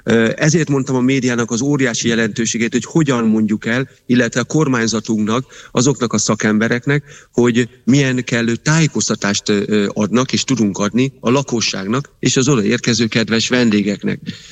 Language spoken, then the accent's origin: Hungarian; Lake Balaton, Hungary; Én ugye a Balatonra születtem, balatoni gyerek vagyok, tehát 56 éve itt élhetek